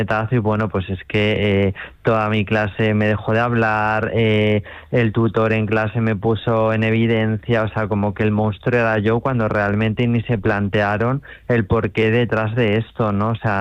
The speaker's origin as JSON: {"language": "Spanish", "country": "Spain", "tie": "born or raised there", "said": "también soy muy marchavalero"}